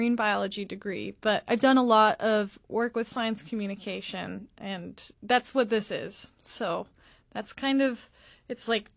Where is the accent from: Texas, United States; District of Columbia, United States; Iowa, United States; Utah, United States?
Utah, United States; now in Juneau, United States; I'm from Utah.